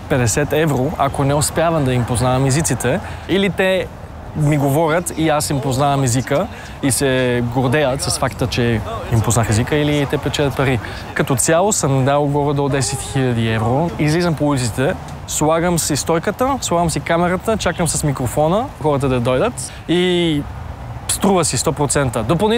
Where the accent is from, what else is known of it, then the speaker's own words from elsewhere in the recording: Vienna, Austria; Официално съм австриец с български корени, понеже съм роден и израснал в Австрия, в Виена, в столицата, но аз се считам като българин от Австрия, понеже се чувствам много повече българин.